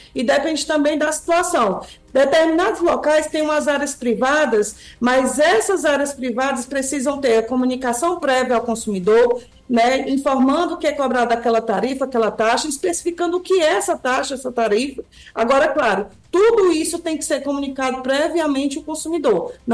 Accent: Brazil; Nós, como brasileiros

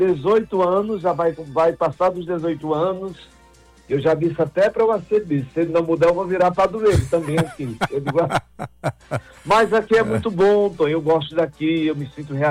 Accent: Crato, Ceará, Brazil; Eu de origem, eu sou da Diocese do Crato.

